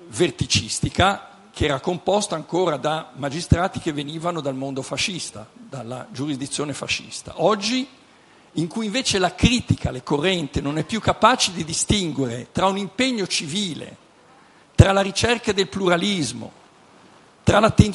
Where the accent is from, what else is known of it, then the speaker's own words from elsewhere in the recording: Genoa, Liguria, Italy; come diciamo a Genova